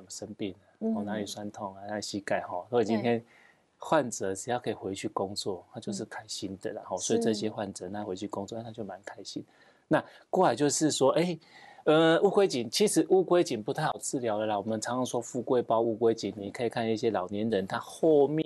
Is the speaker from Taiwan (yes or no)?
yes; Taiwan; 我们台湾人真的是，哦，我们台湾经济奇迹嘛，都已经是打拼过来的，